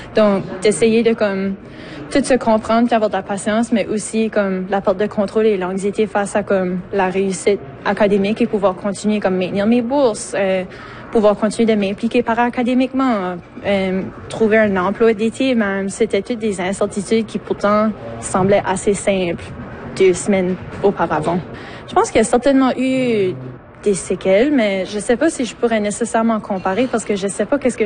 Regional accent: Fredericton, New Brunswick, Canada; moved away as an adult; now in Moncton, Canada; j'ai fait mes études ici à Moncton, mais je suis originaire de Fredericton.

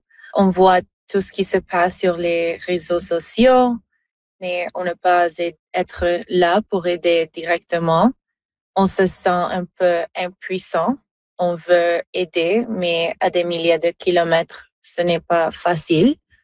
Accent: Colombia; now in Toronto, Canada; Même si je vis à Toronto, la Colombie est toujours mon pays. Ma famille est là-bas et j'ai toujours un lien très fort avec le pays.

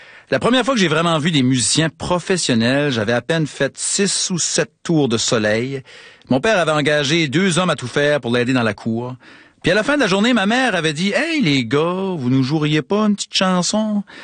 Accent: Canada; je viens de l'Acadie, on est vintage.

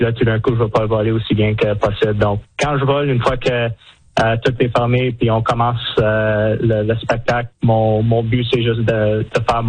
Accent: Saguenay, Quebec, Canada; also born or lived in Greenwood / Angus; Je suis originaire de Saguenay, Québec. Mon père était militaire, par contre, fait que j'ai passé 7 ans à Québec, un autre 7 ans en Greenwood, en Nouvelle-Écosse, puis après ça, en Angus, en Ontario.

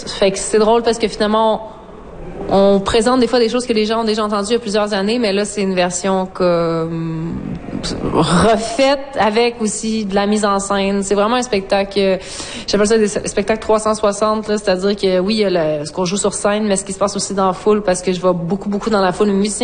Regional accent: Rimouski, Quebec, Canada; C'est sûr que moi, j'ai grandi à Rimouski, j'étais partie longtemps, je suis revenue, ça fait comme 6-7 ans, fait que j'ai déjà un attachement immense envers l'Est, ce qu'on appelle l'Est du Québec, Bas-Saint-Laurent, Gaspésie, Côte-Nord.

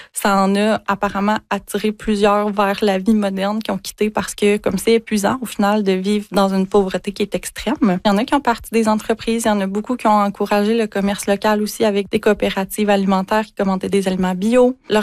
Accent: Quebec, Canada; dont on est dépouillé en tant que Québécois, si on veut voyager, ça coûte tellement cher que si on travaille dans une usine, ce ne sera pas accessible.

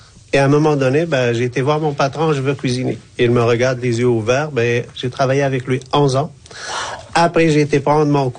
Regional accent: Morocco; moved away as an adult; now in Canada; Moi, quand je suis arrivé en 92 ici au Québec, je suis arrivé avec une maîtrise en droit pénal.

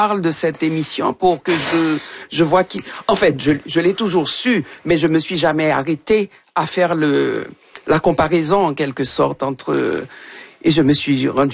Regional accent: Haiti; moved away; Ça fait longtemps que j'ai quitté Haïti.

